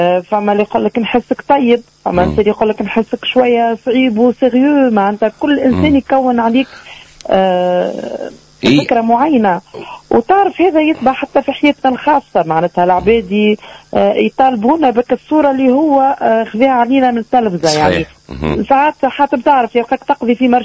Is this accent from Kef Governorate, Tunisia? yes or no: yes; El Kef, Kef Governorate, Tunisia; انا من مدينه الكيف والاصل انا جزائريه شاويه من خنشلة امي وبابا